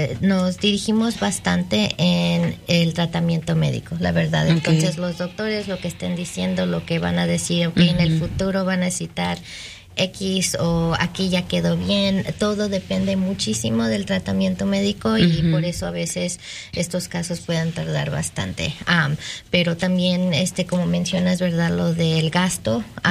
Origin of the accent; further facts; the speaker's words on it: Mexico City, Mexico; born there; yo nací, uh-huh, en la Ciudad de México.